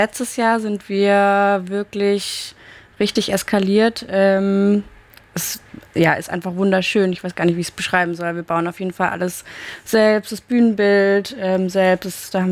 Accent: Pforzheim, Baden-Württemberg, Germany; born there; Ich bin ursprünglich in Pforzheim geboren

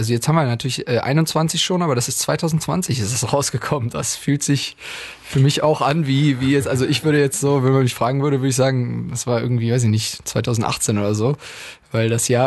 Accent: Hanover, Lower Saxony, Germany; moved away as an adult; now in Cologne, Germany; Aus Hannover

